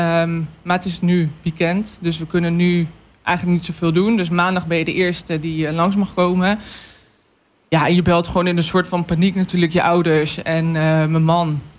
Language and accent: Dutch; Deventer, Overijssel, Netherlands; born there; Ik ben geboren in Deventer. Ah, op de Worp.